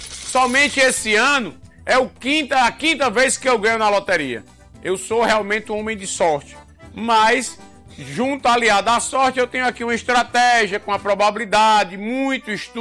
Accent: Juazeiro do Norte, Ceará, Brazil; Eu sou lá natural do Juazeiro do Norte, devoto do meu padre Cícero Romão Batista, com muito orgulho, nordestino da gema, com muito orgulho.

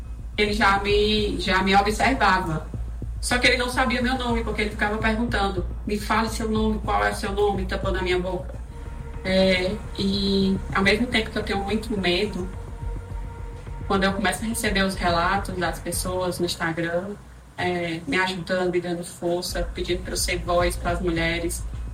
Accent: Fortaleza, Ceará, Brazil; moved away; Aqui na minha terrinha

